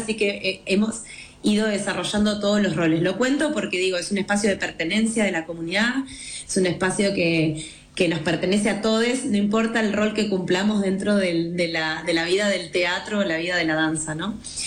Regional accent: Argentina; also born or lived in Brazil; yo soy argentina y brasilera al mismo tiempo

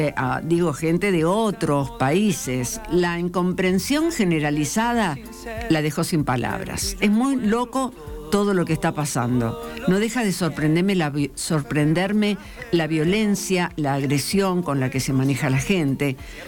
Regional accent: Argentina; somos argentinos

